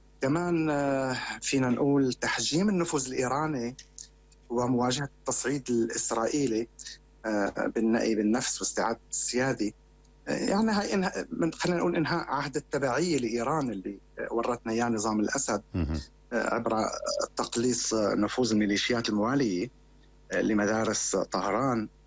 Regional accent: Syria; احنا كسوريين نستفيد منه

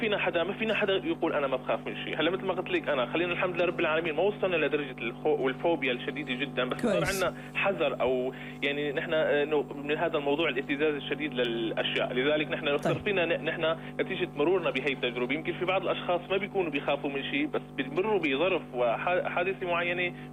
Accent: Syria; حقيقة نحن أبناء الساحل والشمال، شوفوا نحن بعد ما صار حادثة الزلزال بال 2023

